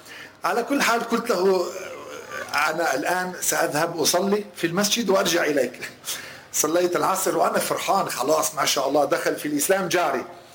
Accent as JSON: {"language": "Arabic", "country": "Lebanon", "moved": "yes", "said": "لأنه نحن أصلنا من لبنان"}